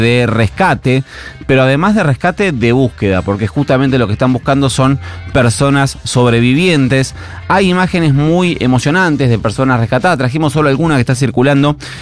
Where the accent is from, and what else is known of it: Argentina